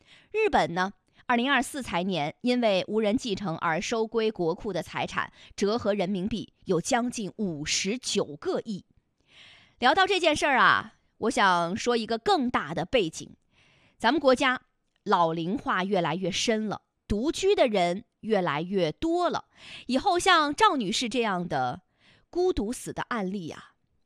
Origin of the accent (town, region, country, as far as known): China